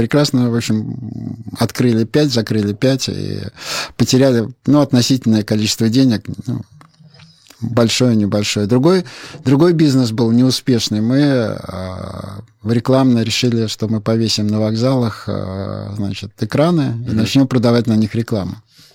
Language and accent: Russian; Saint Petersburg, Russia; я как питерский человек, мне, в принципе, нравятся рюмочные.